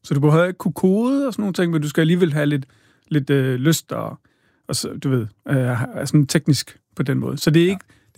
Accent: Odense, Region of Southern Denmark, Denmark; accent: Funen; Jeg er fra Odense. Ja, kan du høre det synge?

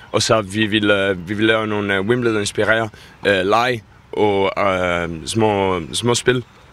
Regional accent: Italy; Danish is a second language; som I kan høre, jeg er ikke fra Danmark, jeg kom fra Italien.

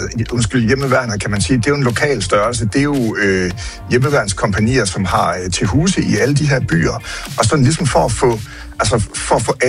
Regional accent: Grenå, Central Denmark Region, Denmark; min hjemby Grenå

